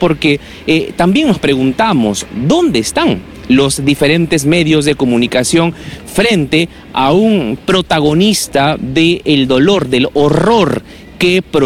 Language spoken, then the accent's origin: Spanish; Peru; como cristianos tenemos ese deber, pero a la vez como ciudadanos, como peruanos